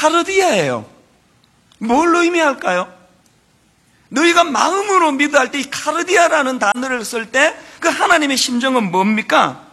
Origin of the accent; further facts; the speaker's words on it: Gyeongsang, South Korea; 저는 경상도에서 태어났거든요. 딱 나서 보니까 부모님이 그 지역에서 살고 계시더라고요. 그래서 저도 이제 경상도 사람인데요.